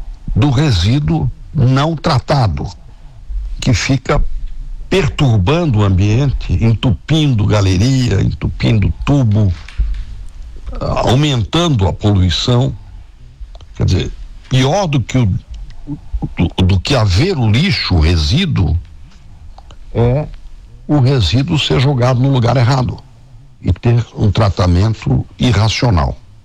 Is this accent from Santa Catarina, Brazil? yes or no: yes; Santa Catarina, Brazil; eu pessoalmente, sinceramente, me sentisse orgulhoso como catarinense